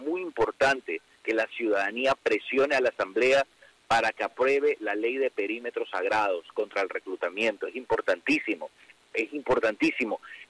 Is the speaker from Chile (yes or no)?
no; Ecuador; Miren, en estos momentos nosotros como ecuatorianos tenemos que identificar